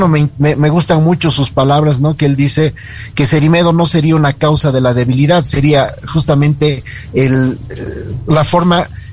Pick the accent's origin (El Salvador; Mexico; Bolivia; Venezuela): Bolivia